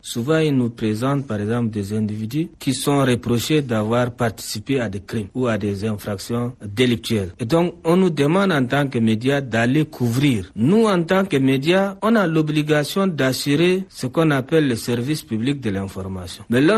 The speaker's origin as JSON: {"language": "French", "country": "Chad"}